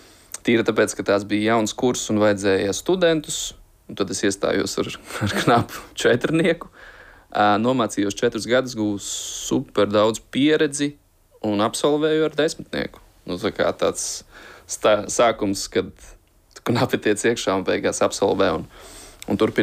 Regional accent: Ventspils, Ventspils Municipality, Latvia; born or raised there

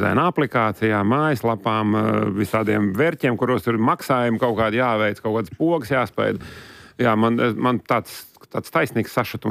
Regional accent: Baltezers, Ādaži Municipality, Latvia; Nē, es esmu no Baltezeres. Viss dzīves Baltezerā, jūties tā kā ne šur, ne tur.

